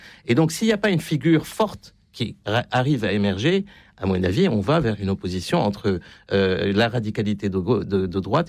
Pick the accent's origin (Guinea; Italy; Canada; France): France; Donc, on a un peu manger notre chapeau aussi en tant que Français.